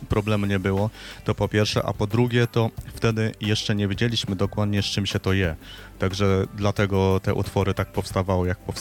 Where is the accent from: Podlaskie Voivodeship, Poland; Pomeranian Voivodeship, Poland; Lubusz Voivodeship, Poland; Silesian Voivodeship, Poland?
Silesian Voivodeship, Poland; bo ja pochodzę ze Śląska